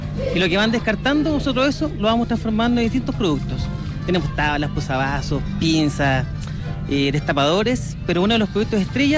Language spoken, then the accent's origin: Spanish; Santiago, Santiago Metropolitan Region, Chile; nosotros somos de Santiago